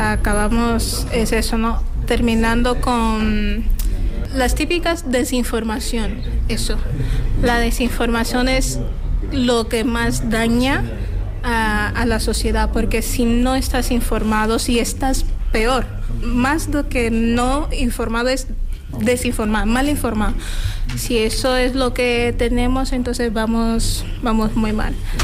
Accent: Angola; Spanish is a second language; now in Seville, Spain

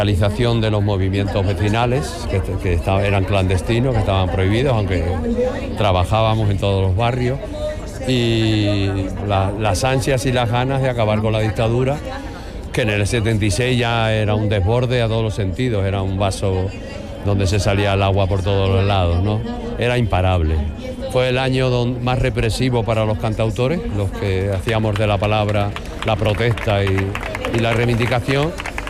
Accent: Cáceres, Extremadura, Spain; moved away; Yo ahora mismo que me he ido a vivir a mi tierra hace 2 años

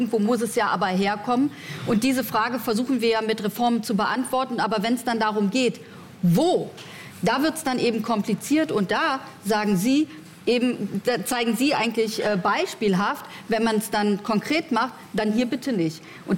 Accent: East Germany, Germany; Ich komme ja auch aus Ostdeutschland, da kann man das leicht sagen.

